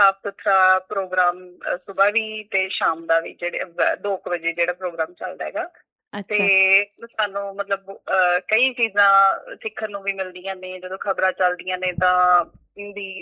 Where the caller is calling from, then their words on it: Bathinda, Punjab, India; ਬਠਿੰਡਾ ਤੋਂ ਗੱਲ ਕਰ ਰਹੀ ਹਾਂ।